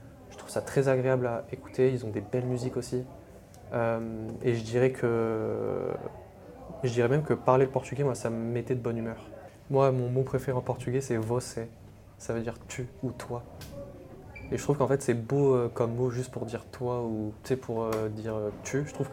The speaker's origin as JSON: {"language": "French", "country": "France", "also_born_or_lived": "Tunisia", "said": "je suis français et en plus, je suis tunisien."}